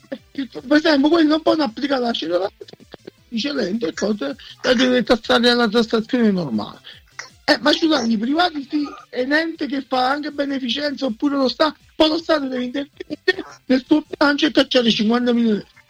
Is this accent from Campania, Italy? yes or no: yes; Portici, Campania, Italy; mi ricordavo un tavolo tondo che avevo quando ero piccolo, che abitavamo a Portici.